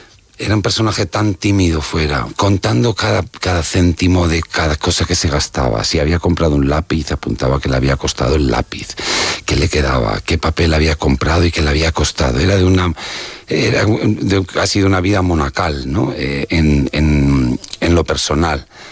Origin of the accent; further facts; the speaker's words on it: Spain; Y que luego nos da mucha esencia de lo que somos como españoles, ¿no?